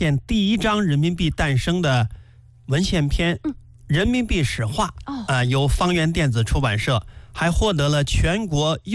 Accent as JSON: {"language": "Chinese", "town": "Shijiazhuang", "region": "Hebei", "country": "China", "said": "我们石家庄啊是全国第一个解放的城市。"}